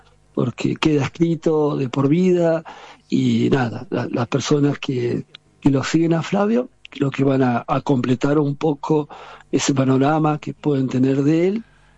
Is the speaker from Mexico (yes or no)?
no; La Plata, Buenos Aires Province, Argentina; me identificó también como platense.